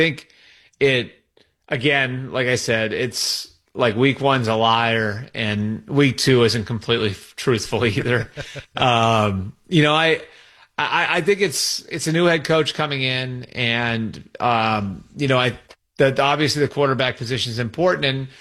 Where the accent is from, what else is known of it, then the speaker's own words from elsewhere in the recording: New England, United States; I was born in 1980, So, like, one of my earliest memories and growing up in New England